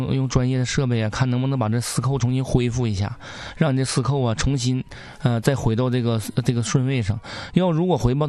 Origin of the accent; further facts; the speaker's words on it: Northeast China, China; 用我们东北话讲